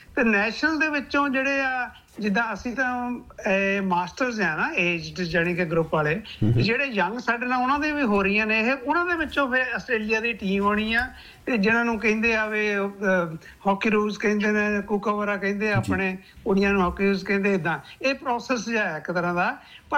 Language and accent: Punjabi; Jalandhar, Punjab, India; ਪਹਿਲੀ ਵਾਰੀ ਮੈਂ ਓਬਵੀਅਸਲੀ ਜਲੰਧਰ ਤੋਂ ਆ, ਪੰਜਾਬ ਸਾਡਾ ਪਿੰਡ ਆ ਸੰਸਾਰਪੁਰ ਦੇ ਨਾਲ ਹੀ, ਤੇ ਸਾਡੇ ਤਾਂ ਜਿੱਦਾਂ ਕਹਿੰਦੇ ਹੁੰਦੇ ਨਾ ਖੂਨ ਦੇ ਵਿੱਚ ਹੀ ਆ ਹਾਕੀ।